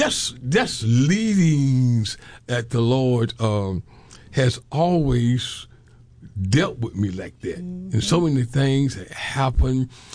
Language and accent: English; Florida, United States; I said, I'm from Florida.